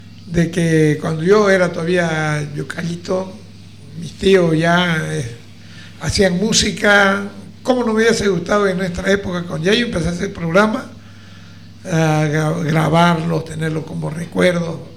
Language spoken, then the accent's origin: Spanish; Jorochito, Santa Cruz, Bolivia; born there; yo, como siempre he dicho, no nací en Valle Grande. Nací en Jorochito, de padre vallegrandino, mi madre vallegrandina, mi padre moromoreño. Parte de mi vida me crié con mi abuelo